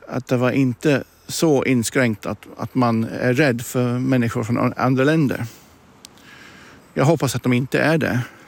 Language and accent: Swedish; England, United Kingdom; Jag är från England.